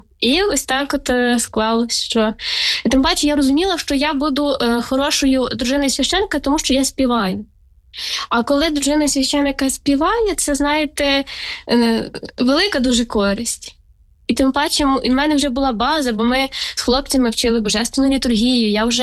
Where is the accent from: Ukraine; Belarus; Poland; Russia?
Ukraine; Khmelnytskyi Oblast; На жаль, з маличку чомусь, я з Хмельниччини родом, ходили ми на свята